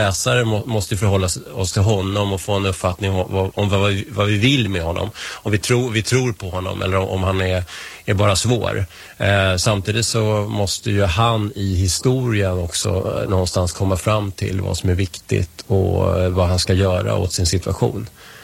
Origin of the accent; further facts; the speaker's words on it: Vällingby, Stockholm County, Sweden; also born or lived in Strängnäs; now in Nacka, Sweden; Jag kommer ju inte härifrån. Jag kom från Vällingby från början och sen har jag bott i stan och jag har bott i Strängnäs då, som sagt.